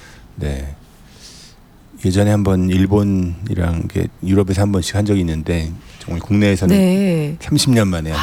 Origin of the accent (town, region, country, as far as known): Seoul, South Korea; born or raised there